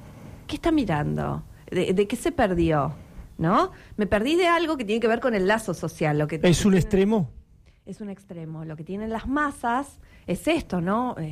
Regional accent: Argentina; nos convoca a todos como argentinos

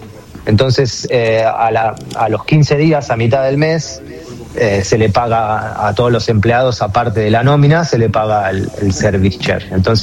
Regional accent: Argentina; moved away as an adult; now in Bangladesh; ¿de dónde sos? De Argentina.

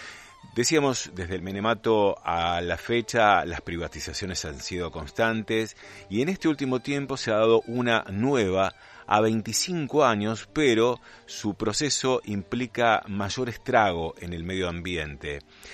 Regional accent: Argentina

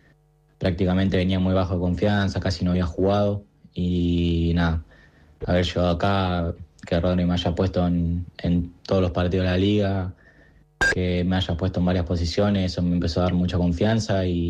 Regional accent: Puerto San Julián, Santa Cruz, Argentina; now in Madrid, Spain; un entrenador que es de mi pueblo, de San Julián

